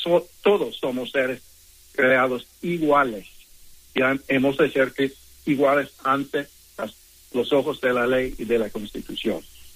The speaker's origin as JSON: {"language": "Spanish", "town": "Los Angeles", "region": "California", "country": "United States", "tie": "born there", "said": "yo nací aquí en Los Ángeles, y mis padres nacieron aquí en Estados Unidos, y de hecho mi familia ha residido aquí en lo que es Estados Unidos por 8 generaciones, más de 300 años"}